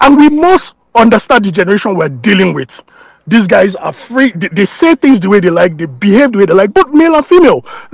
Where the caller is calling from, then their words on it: Calgary, Alberta, Canada; I listen to this show a lot. I am calling from Calgary in Alberta.